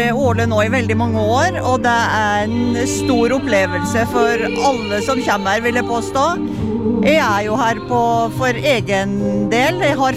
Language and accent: Norwegian; Otta, Innlandet, Norway; Jeg kommer fra Otta, ja.